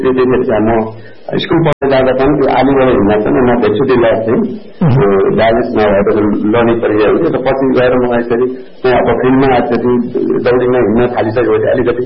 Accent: Khairahani, Bagmati, Nepal; हजुर, बाल्यकालै चितवनमै भयो। आफ्नै समितामै भयो।

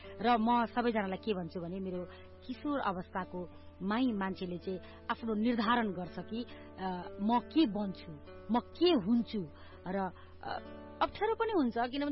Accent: Biratnagar, Koshi Province, Nepal; मेरो बालापन, मेरो बाल्यकाल विराटनगर गहेली टोल वार्ड नम्बर 10 विराटनगरमा बित्यो।

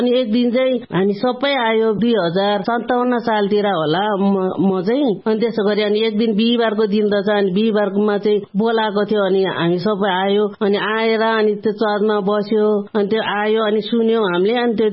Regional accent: Lisyang, Bagmati, Nepal; अनि मेरो घर चाहिँ लिस्याङको हो, सिन्धुपाल्चोक लिस्याङको, अनि मेरो सन्तानहरू चाहिँ सबै बुद्धिस्ट हो, के अरे लामाहरू हो, अनि म पनि लामाको छोरी हो।

